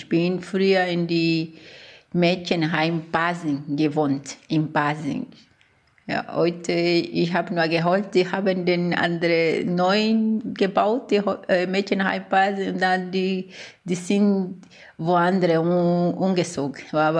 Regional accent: Angola; German is a second language; now in Munich, Germany; Ich komme aus Angola und ich wohne in Deutschland seit 20 Jahren ungefähr. Dann immer in München.

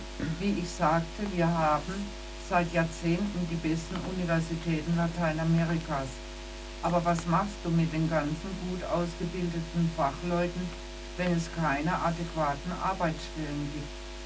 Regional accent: Cuba; moved away; In meiner Kindheit in Kuba haben wir die Türen nicht abgeschlossen.

